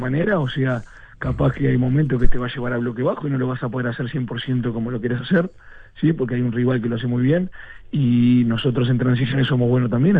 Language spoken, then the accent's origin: Spanish; Uruguay; Y bueno, eso, como un uruguayo más, voy a estar preparado en casa para ver el partido